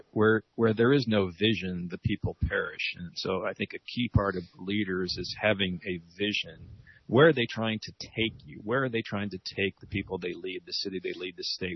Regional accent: Illinois, United States; moved away; Although I grew up in Southern Illinois

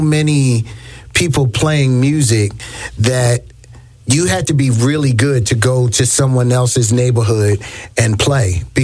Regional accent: Philadelphia, Pennsylvania, United States; You know, I think growing up in West Philly, we would have a lot of block parties.

